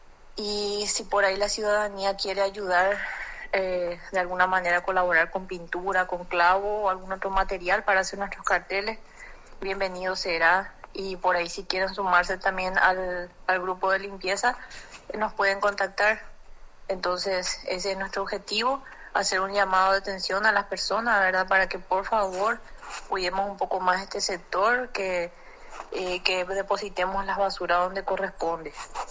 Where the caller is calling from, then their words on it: Paraguay; de la Comisión del Barrio Los Pinos, acá sector Avenida Médicos del Paraguay, cerca del Hospital General.